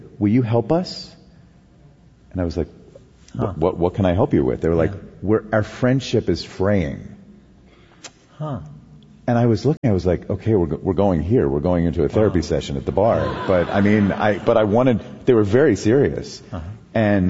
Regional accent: Lancaster, Pennsylvania, United States; in Lancaster, Pennsylvania, which is my hometown.

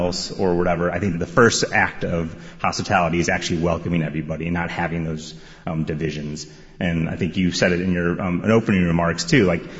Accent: St. Louis, Missouri, United States; Yeah, I grew up in a restaurant, which helped a lot. I am from St. Louis, Missouri. I was born and raised

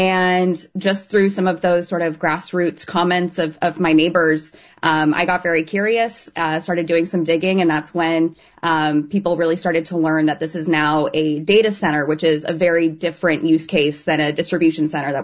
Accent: Gilroy, California, United States; I mean, I grew up in Gilroy. I went to Gilroy High School and was a part of leadership

